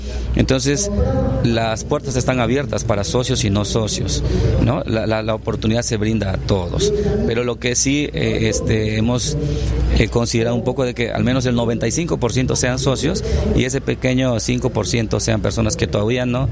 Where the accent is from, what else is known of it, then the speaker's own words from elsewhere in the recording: Lamas, San Martín, Peru; moved away; yo soy natural de Lamas, pero ya vivo fuera de la ciudad por muchos años